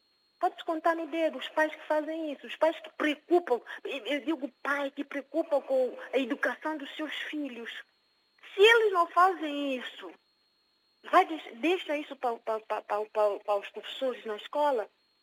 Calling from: São Tomé & Príncipe; Portuguese is a second language

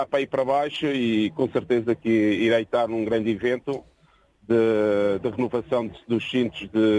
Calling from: Odivelas, Lisbon, Portugal; Eu pertenço de Odivelas. Eu sou de Odivelas

